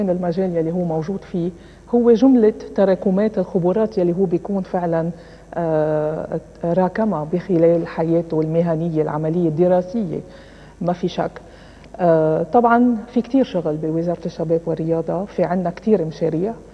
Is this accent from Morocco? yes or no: no; Lebanon; لبنان بيتميز بأمور كتيرة، نحن لبنانيين بنتميز بأمور كتيرة